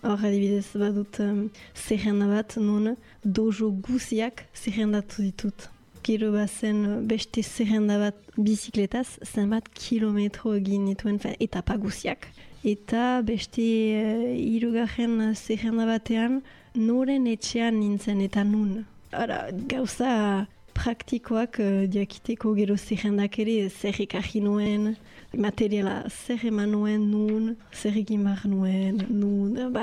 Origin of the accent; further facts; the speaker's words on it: Bayonne, Nouvelle-Aquitaine, France; Baionakoa naiz